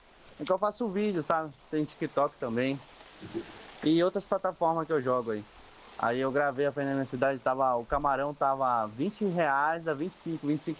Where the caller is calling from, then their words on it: São Sebastião da Boa Vista, Pará, Brazil; Aqui tem muito camarão aqui na minha terra. Aqui. Muito açaí, muita coisa boa, entendeu? Ô terra abençoada. São Sebastião da Boa Vista. Ilha do Marajó. Fica no Pará, Luziane.